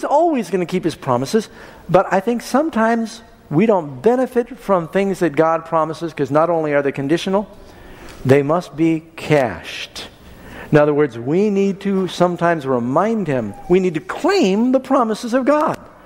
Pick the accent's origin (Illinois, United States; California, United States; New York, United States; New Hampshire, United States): New York, United States; New York City; I grew up in New York City